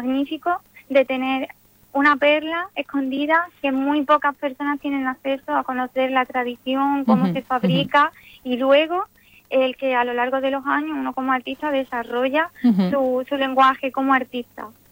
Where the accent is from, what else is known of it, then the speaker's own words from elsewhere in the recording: Morón de la Frontera, Andalusia, Spain; como es el caso de que ahora pues puedo disfrutar de proyectos en mi tierra.